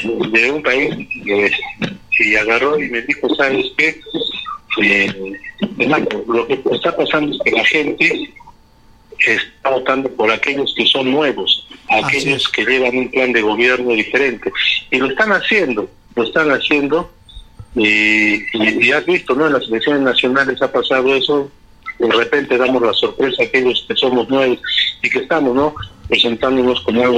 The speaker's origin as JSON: {"language": "Spanish", "area": "Cayma", "region": "Arequipa", "country": "Peru", "said": "mi pueblo en Caima"}